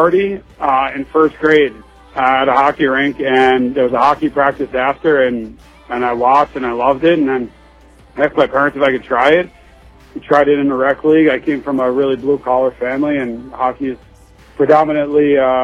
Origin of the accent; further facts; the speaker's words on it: East Coast, United States; moved away; I'm from the East Coast